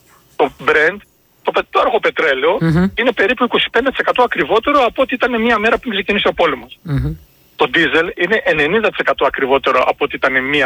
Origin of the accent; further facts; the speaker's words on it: Serres, Central Macedonia, Greece; Εγώ είμαι από τις Σέρρες, δηλαδή εκεί που να χρειάζεται 2-3.000 λίτρα.